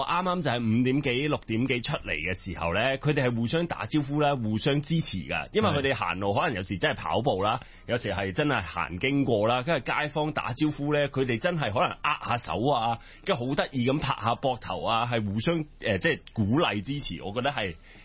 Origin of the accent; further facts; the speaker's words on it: Germany; Cantonese is a second language; Jesse 你好啊，我係德國人啊。